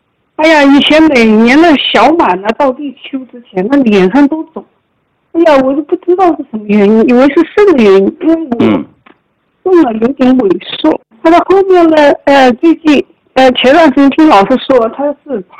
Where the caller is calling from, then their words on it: Shangrao, Jiangxi, China; 我来自江西上饶，今年60多岁了